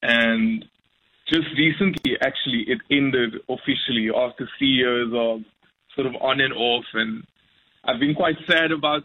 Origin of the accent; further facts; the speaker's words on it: Cape Town, Western Cape, South Africa; I come from Elsie's River